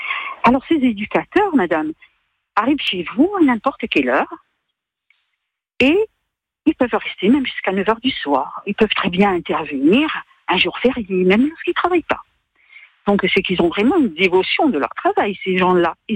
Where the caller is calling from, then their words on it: Corsica, France; chez nous en Corse